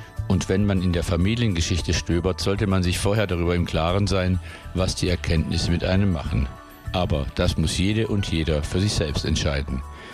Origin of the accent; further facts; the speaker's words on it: Villingen-Schwenningen, Baden-Württemberg, Germany; Ich habe für den SWR einen Film gemacht über die Judenbuche in meinem Heimatort Villingen-Schwenningen.